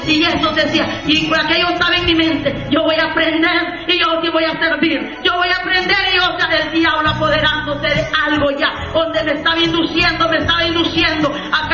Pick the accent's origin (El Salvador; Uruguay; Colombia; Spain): El Salvador; born or raised there; moved away as an adult